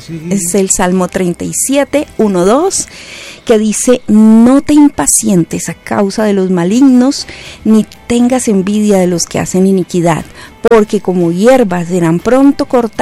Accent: Fusagasugá, Cundinamarca, Colombia; born there; moved away; la bella ciudad jardín de Colombia, Fusagasugá, mi tierra natal

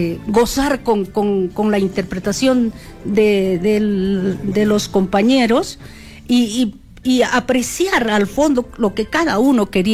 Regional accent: Arequipa, Peru

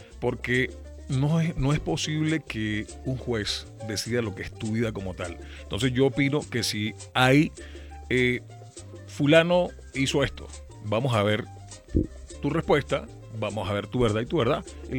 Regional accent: Caracas, Capital District, Venezuela; moved away as an adult; now in Bogotá, Colombia; Soy de Caracas, la capital.

